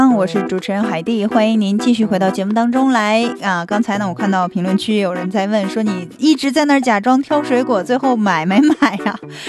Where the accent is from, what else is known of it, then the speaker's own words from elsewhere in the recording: Harbin, Heilongjiang, China; 那么作为哈尔滨人哈、本地人可能要选择的这个可能性会很多啊，可能每家呢也会有这么一套两套哈，作为家里面的收藏。